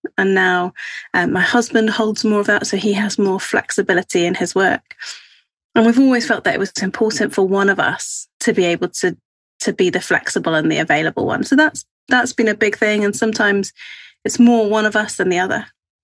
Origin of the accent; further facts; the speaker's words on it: New Zealand; now in England; So I grew up in New Zealand where everyone had a bit of a can-do attitude.